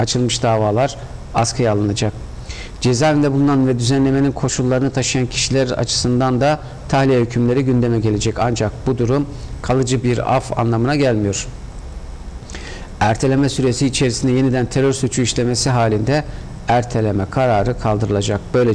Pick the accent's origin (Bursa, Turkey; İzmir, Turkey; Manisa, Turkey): Manisa, Turkey; mesela benim şehrimde Manisa'da ağırlıklı görüş hayır vermelisiniz oldu.